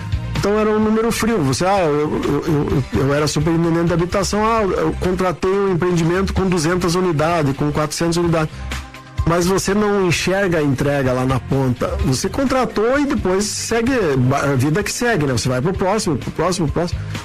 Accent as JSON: {"language": "Portuguese", "region": "Rio Grande do Sul", "country": "Brazil", "tie": "born there", "also_born_or_lived": "Paraná / Curitiba", "said": "Eu mudei para Curitiba em 1982. Na verdade, eu tenho uma história, que eu nasci no Rio Grande do Sul, morei no sudoeste do Paraná, morei em Curitiba, depois voltamos para o interior."}